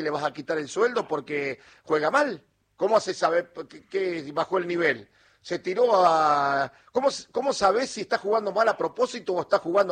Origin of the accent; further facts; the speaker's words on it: Argentina; Como somos nosotros los argentinos, que una vez que estamos en un lugar queremos, si vamos a jugar por algo, queremos ganar.